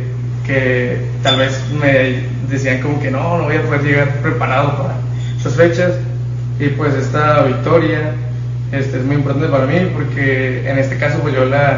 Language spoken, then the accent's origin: Spanish; Palau, Coahuila, Mexico; also born or lived in Piedras Negras; Nací en Piedras Negras, pero crecí aquí en Palau.